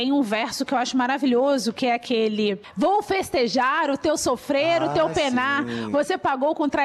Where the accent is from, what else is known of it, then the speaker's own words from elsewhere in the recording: Volta Redonda, Rio de Janeiro, Brazil; eu sou de Volta Redonda, então eu ouvi muito rádio na vida